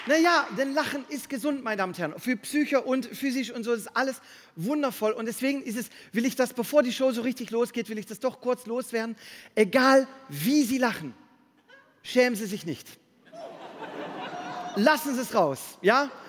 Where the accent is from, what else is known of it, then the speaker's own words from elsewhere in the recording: Belgium; wie der Programmtitel schon sagt, ich komme aus Belgien